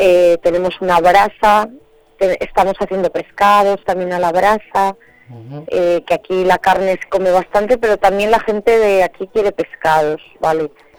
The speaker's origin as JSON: {"language": "Spanish", "region": "Castile and León", "country": "Spain", "tie": "born or raised there", "moved": "as an adult", "said": "Sí, bueno, en mi pueblo, yo me fui de allí hace muchísimos años a trabajar a la hostelería afuera, a la costa, a muchos sitios."}